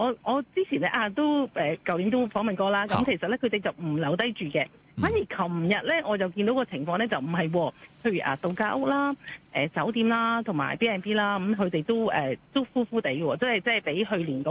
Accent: Hong Kong; 我哋香港人都好開心

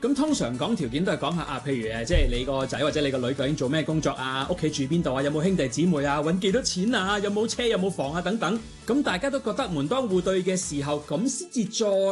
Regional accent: Hong Kong; now in Chengdu, China; 我作为一个香港人

